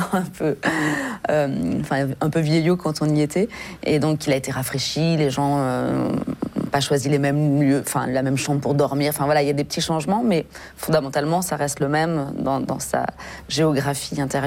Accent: Paris, Île-de-France, France; Non, j'ai grandi à Paris.

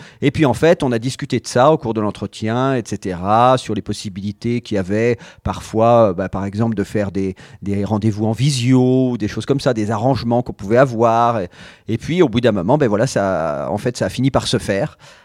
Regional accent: Poitiers, Nouvelle-Aquitaine, France; moi je suis de Poitiers.

